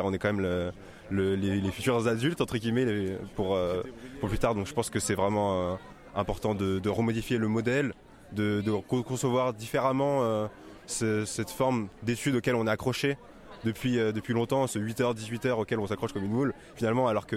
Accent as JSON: {"language": "French", "town": "Saint-Denis", "region": "Île-de-France", "country": "France", "said": "Moi, je suis de Saint-Denis"}